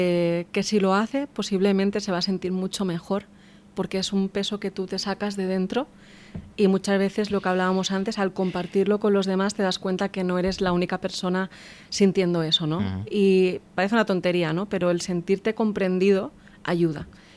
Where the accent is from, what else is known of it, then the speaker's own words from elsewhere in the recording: Balearic Islands, Spain; O sea, yo soy mallorquina, soy española y soy medio escocesa. O sea, para mí son 3 idiomas